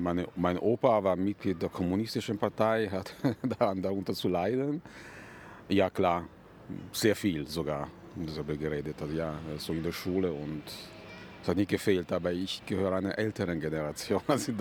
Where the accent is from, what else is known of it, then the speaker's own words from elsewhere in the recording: Italy; moved away; Also ich bin gebürtiger Italiener, ich bin in Italien aufgewachsen.